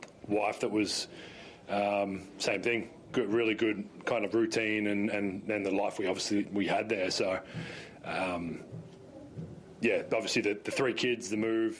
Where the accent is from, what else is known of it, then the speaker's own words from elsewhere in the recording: Australia; moved away as an adult; also born or lived in United States; now in Melbourne, Australia; So obviously I'm Australian. My kids are Australian and all that. We wanted to live here eventually.